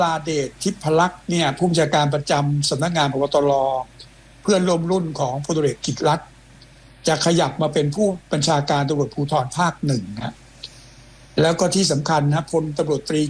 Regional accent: Surin, Thailand; accent: Surin; ่าผมเป็นเขมรผมก็บอกผมเป็นคนไทยเลยแต่พูดสำเนียง

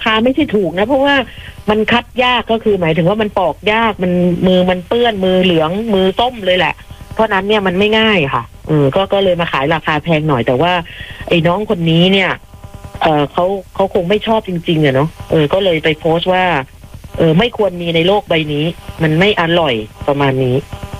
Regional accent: Southern Thailand, Thailand; ในฐานะเป็นคนใต้โตมาก็เห็นมังคุดคัดแล้ว

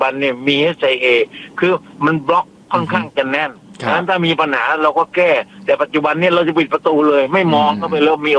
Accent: Southern Thailand, Thailand; ผมยืนยันว่าผมเป็นคนใต้แล้วผมทำการเมืองก็ไม่รู้นี่ผมทำมา40ปีแล้ว

